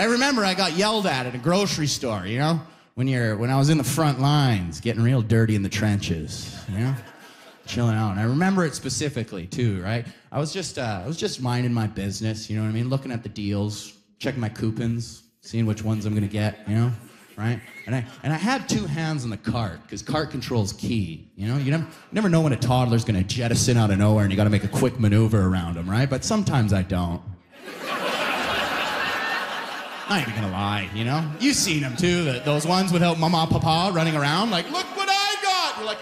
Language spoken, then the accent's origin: English; Alberta, Canada; now in Ontario, Canada; I lost 3 friends just because I'm from Alberta.